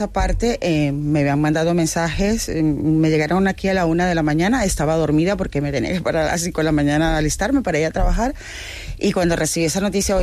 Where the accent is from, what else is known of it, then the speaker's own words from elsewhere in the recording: Maturín, Monagas, Venezuela; Sí, en mi tierra, en Maturín, en Monagas, sí lo había vivido.